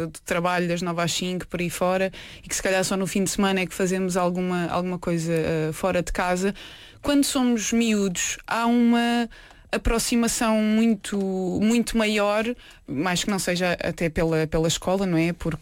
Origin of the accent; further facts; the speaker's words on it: Vila Nova de Milfontes, Alentejo, Portugal; eu não cresci na cidade, eu cresci numa vila pescatória, em Mil Fontes.